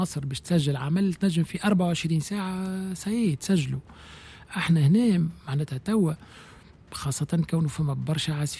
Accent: Tunisia; في تونس راهو عندنا برشا أصوات

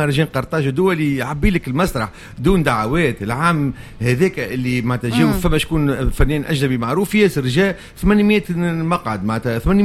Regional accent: Tunisia

